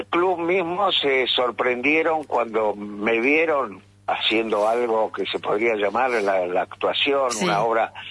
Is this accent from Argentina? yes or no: yes; Buenos Aires, Argentina; born there; Nací en el barrio de Versalles.